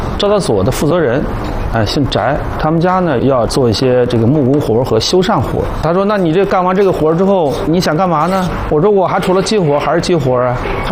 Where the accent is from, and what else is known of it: Anhui, China; moved away